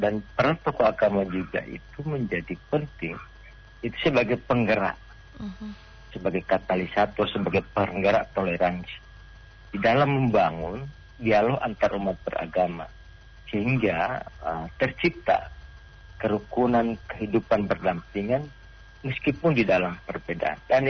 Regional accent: Gorontalo, Indonesia; Sebagai warga Gorontalo

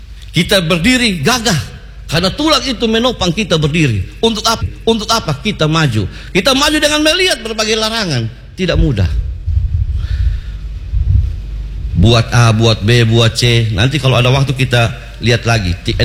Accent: East Nusa Tenggara, Indonesia; Kami orang Pura itu, kami banyak tanam pohon bambu.

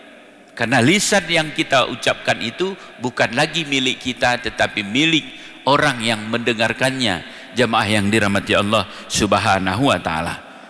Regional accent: Aceh, Indonesia; Di budaya kita Aceh Tengah ini, di Gayo ini, budaya kekemelen.

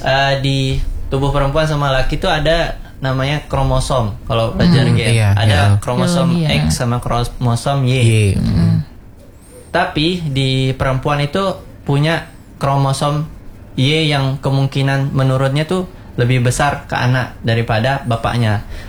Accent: Lombok, West Nusa Tenggara, Indonesia

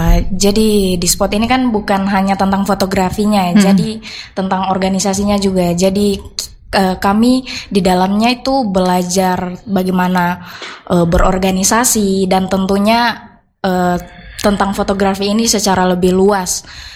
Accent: Parigi Moutong, Central Sulawesi, Indonesia; Kalau saya dari Parigi Motong.

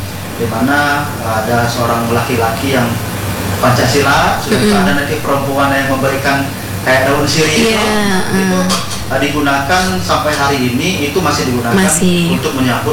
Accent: Bengkulu, Indonesia; memang saya dibesarkan di Bengkulu Utara itu betul-betul dari orang tua, bapak saya dan ibu saya orang Rejang.

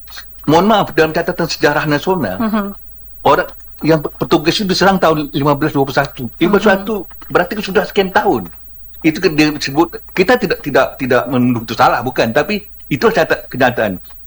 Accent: Riau, Indonesia; Kalau kita orang Riau ini pasti pernah dengar nama Koyan.

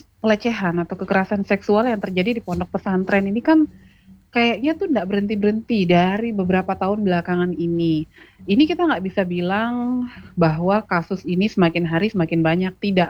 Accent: Lombok, West Nusa Tenggara, Indonesia; Saya muslim Mbak, saya malu, saya muslim orang Lombok

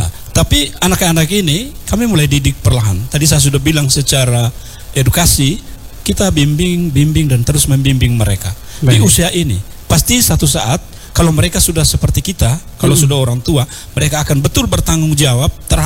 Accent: Ende, East Nusa Tenggara, Indonesia; Ini kebanggaan kita orang Ende.

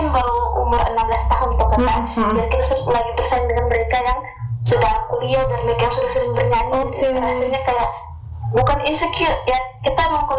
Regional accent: East Nusa Tenggara, Indonesia; Karena kalau saya menyanyikan lagu … ini kan lagunya dari NTT ini, sedangkan saya ini dari NTT.

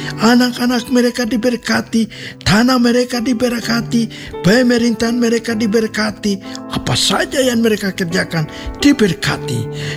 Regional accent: Papua, Indonesia; Jadi perkataan ini juga pasti dikatakan oleh Yawinus Yadu kepada kita orang Papua

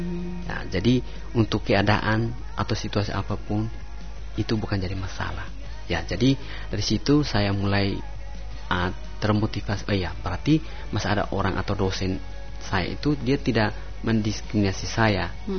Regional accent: Belu, East Nusa Tenggara, Indonesia; Jadi kami dari Belu ini ada sekitar 18 orang ya, kalau setiap saat tercatat untuk PGSD.

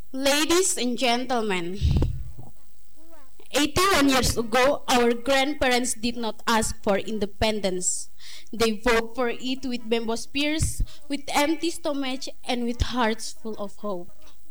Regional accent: Fatubaa, East Nusa Tenggara, Indonesia; I come from its edge. I come from Fatubaa, from Belu, from the very frontier where the red and white flag meets the border of Timor-Leste.

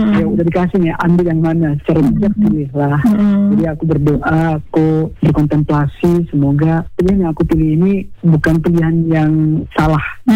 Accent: Rote Ndao, East Nusa Tenggara, Indonesia; now in Kupang, Indonesia; Aku pengen kuliah karena aku ingin berkontribusi buat daerah aku berasal, yaitu Nusa Tenggara Timur, terlebih khususnya di Rotendao.

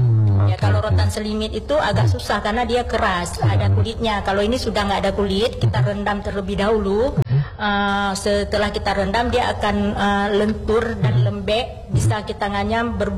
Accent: Aceh, Indonesia

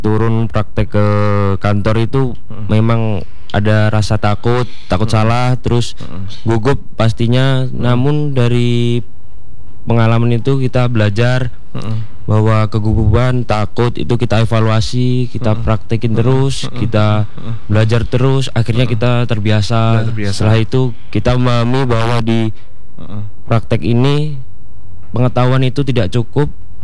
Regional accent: Trenggalek, East Java, Indonesia; moved away as an adult; now in Kediri, Indonesia; Kebetulan saya asli dari Trenggalek, Pak, Jawa Timur. Dari lumayan dekat dari Kediri, Pak.

